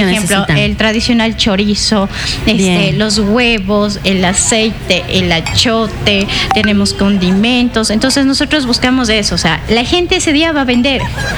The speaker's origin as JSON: {"language": "Spanish", "country": "Ecuador", "said": "nosotros como latinos, como ecuatorianos"}